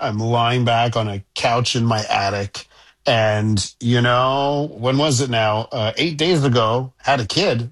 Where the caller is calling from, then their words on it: Quebec, Canada; In Quebec, I come to you from Soviet Quebecistan, as you know.